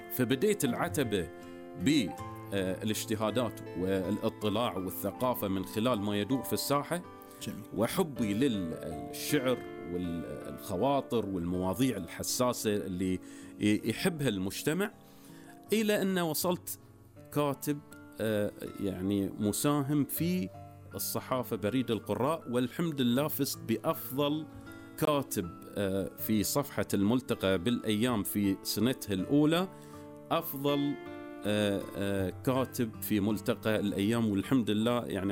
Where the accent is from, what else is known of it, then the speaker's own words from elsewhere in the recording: Bahrain; حبا من ابن البحرين لأهلنا في الكويت، أن احنا معاكم كبحرينيين، كخليجيين،